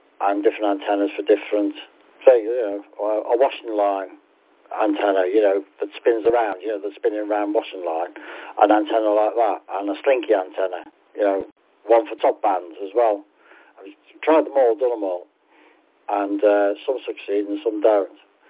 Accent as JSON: {"language": "English", "town": "Liverpool", "region": "North West England", "country": "United Kingdom", "said": "I'm a Scouser. It's Liverpool."}